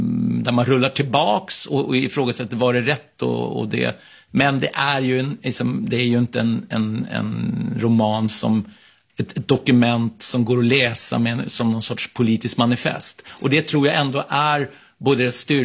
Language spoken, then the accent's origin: Swedish; Stockholm County, Sweden; jag var ju själv uppvuxen i de södra förorterna